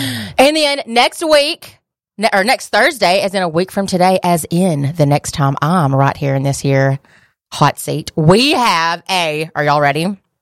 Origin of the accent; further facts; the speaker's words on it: Alabama, United States; now in Birmingham, United States; I grew up in North Alabama